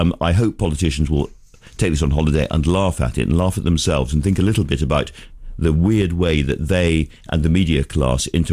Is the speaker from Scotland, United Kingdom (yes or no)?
yes; Dundee, Scotland, United Kingdom; I come from Dundee, which, as you know, is the home of the Beano and the Dandy and Desperate Dan.